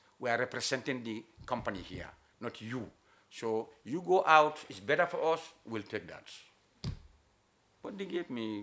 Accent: North Bank, Gambia; I am from Badibu.

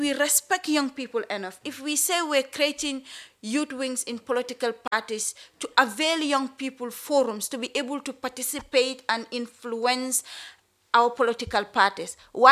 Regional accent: Gambia; We want to be proud to say we are from Gambia

